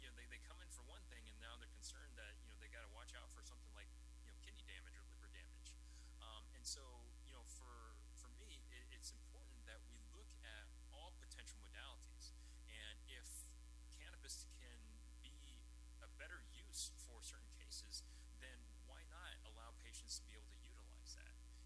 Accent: Texas, United States; I was born and raised in Texas

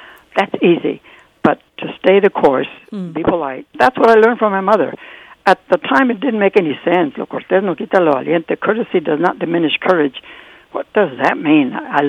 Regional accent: San Bernardino, California, United States; I lived on the west side, and it was mostly Mexican and Italian families on the west side. It was fun, and it was a large Mexican community. I said we were Mexican then, not Latino.

